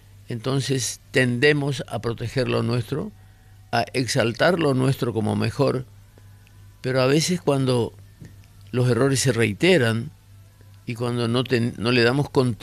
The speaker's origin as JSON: {"language": "Spanish", "country": "Paraguay", "said": "como paraguayos, como habitantes de esta tierra."}